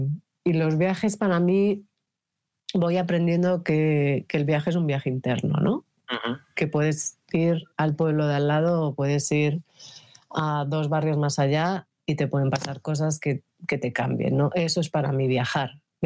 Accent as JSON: {"language": "Spanish", "town": "Madrid", "region": "Community of Madrid", "country": "Spain", "tie": "born there", "also_born_or_lived": "Central America", "moved": "yes", "lives_now": "Extremadura, Spain", "said": "yo que soy de Madrid y he nacido en Madrid"}